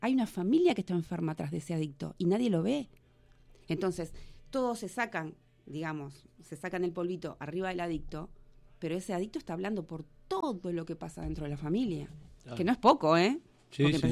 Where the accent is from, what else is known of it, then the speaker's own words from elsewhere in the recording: Montevideo, Uruguay; moved away as an adult; Yo soy de Montevideo. Hace 4 años, cuando dejé mi Montevideo, voy ahora y no lo conozco.